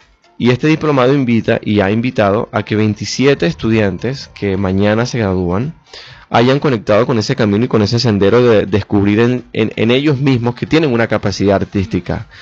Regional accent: Venezuela; esos elementos son los que nos definen como venezolanos

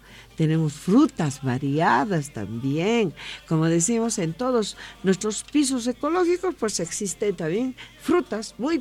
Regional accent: Bolivia; nos identifica como bolivianos

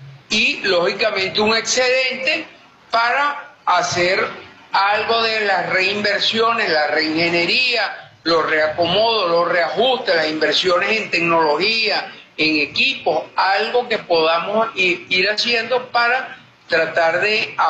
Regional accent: Venezuela; Como venezolanos, yo creo que uno de nuestros altos valores que nosotros tenemos en esos genes es eso que llamamos solidaridad

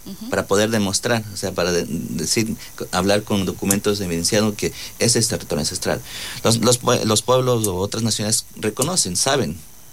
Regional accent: Sucumbíos, Ecuador; first language Cofán (A'ingae); Spanish is a second language; Yo aprendí a hablar español. Mi idioma nativo es el Aingay, el Cofán. Entonces, yo cuando fui a Quito, estudié en Quito

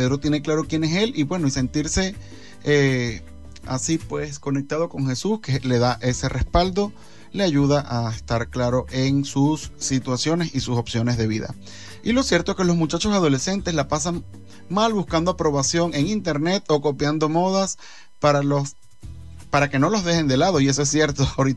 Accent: Eastern Venezuela, Venezuela; moved away; Te mando un grandísimo saludo desde aquí, desde Occidente hasta allá, hasta Oriente, mi tierra.

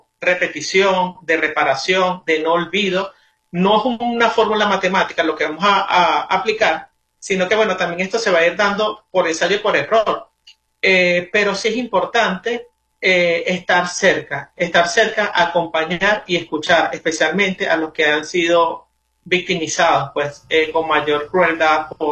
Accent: Venezuela; nosotros tenemos virtudes muy valiosas como venezolanos

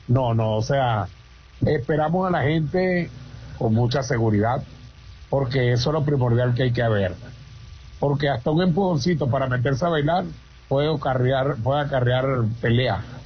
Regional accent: Patanemo, Carabobo, Venezuela; yo soy de Patanemo, oriundo de allá. Pero mi familia es de apellido … Y ya después, le digo antes, de allá vienen mis raíces

